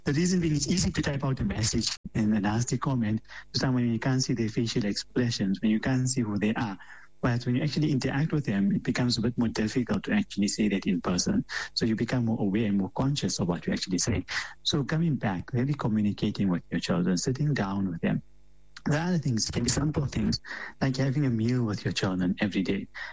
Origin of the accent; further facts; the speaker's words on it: South Africa; us as South African Muslims